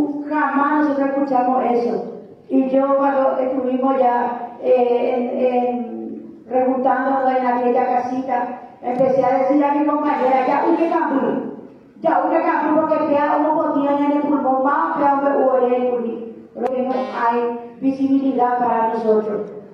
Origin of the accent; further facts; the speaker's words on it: Paraguay; Soy trabajadora independiente, trabajo por la calle y soy paraguaya cliente.